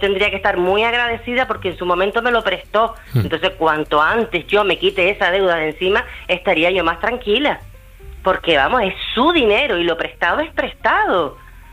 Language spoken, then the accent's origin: Spanish; Canary Islands, Spain; Yo que soy una canariona, yo estoy enamorada de mi tierra, porque soy una enamorada de mi tierra y de todas mis islas